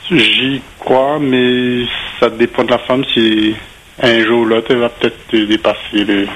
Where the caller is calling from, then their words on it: Réunion; J'ai 40 ans, j'appelle de l'Ouest.